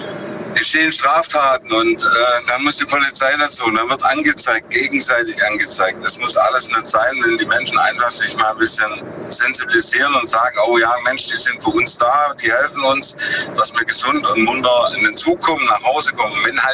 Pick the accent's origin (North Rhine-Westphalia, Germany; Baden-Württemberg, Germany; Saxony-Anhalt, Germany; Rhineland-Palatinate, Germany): Baden-Württemberg, Germany; Lenningen; Ich bin aus Lenningen.